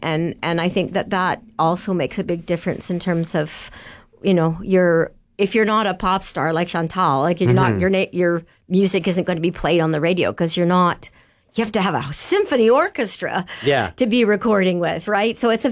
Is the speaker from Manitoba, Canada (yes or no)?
yes; Manitoba, Canada; Manitoban.